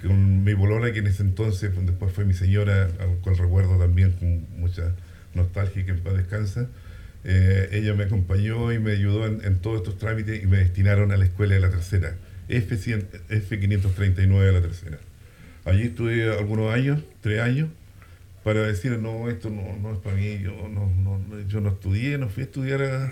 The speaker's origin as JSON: {"language": "Spanish", "town": "Longaví", "region": "Maule", "country": "Chile", "tie": "born or raised there", "moved": "as an adult", "said": "hasta el año 2000, en que decido también volver a mi pueblo a ayudar a educar a los hijos de mis amigos, de mis parientes, de mis conocidos, porque aquí todos los conocíamos."}